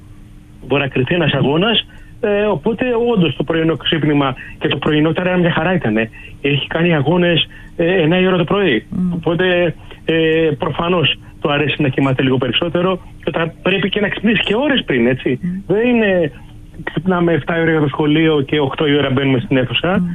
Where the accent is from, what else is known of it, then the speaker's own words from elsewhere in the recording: Greece; δεν το λέμε εμείς έτσι ως Έλληνες.